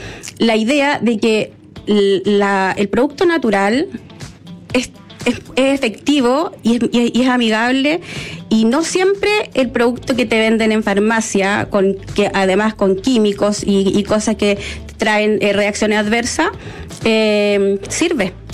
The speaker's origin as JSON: {"language": "Spanish", "country": "Chile", "tie": "born there", "said": "soy marca Chile"}